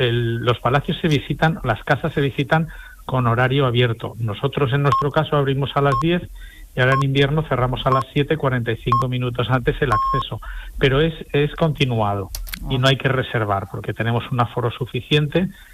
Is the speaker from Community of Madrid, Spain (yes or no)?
no; Valencian Community, Spain; now in Seville, Spain; que soy valenciano